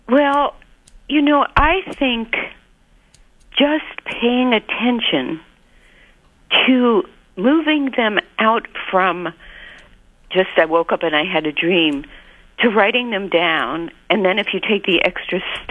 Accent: Madison, Wisconsin, United States; We are from Madison, Wisconsin.

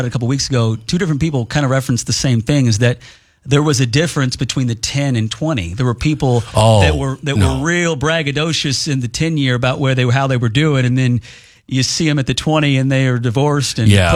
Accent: Kentucky, United States; I grew up in Bullitt County. It's where I live now, where my kids go to school.

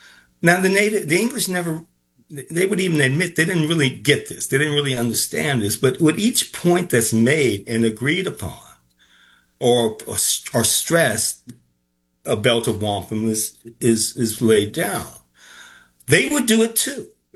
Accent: Los Angeles, California, United States; I'm from Los Angeles

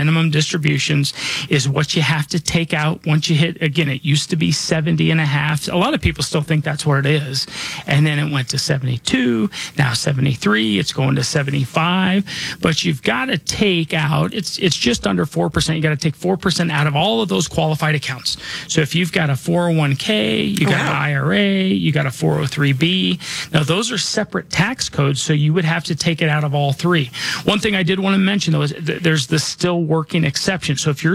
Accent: Denver, Colorado, United States; born or raised there

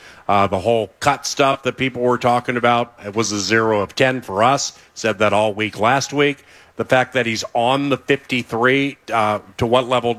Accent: Washington, District of Columbia, United States; now in Minnesota, United States; I'm from Washington, D.C.

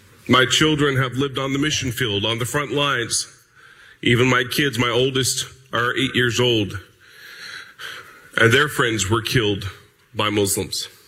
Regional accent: Langley Air Force Base, Virginia, United States; born there; I was born on Langley Air Force Base.

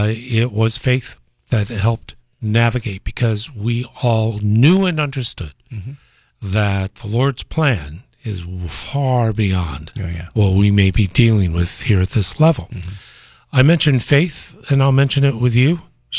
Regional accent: Midwest, United States; I grew up in the Midwest. I can commiserate with all that you're saying.

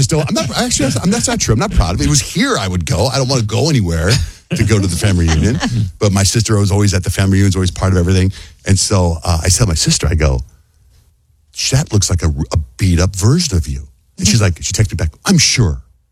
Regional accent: Mexico; So I grew up in Mexico. I have lots and lots of Mexican cousins.

